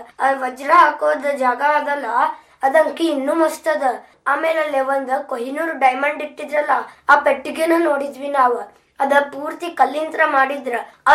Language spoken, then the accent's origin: Kannada; Pashapur, Karnataka, India; moved away; ನಾನು ನಮ್ಮೂರ್ ಪಾಶಾಪುರ್ ಹೋದಾಗ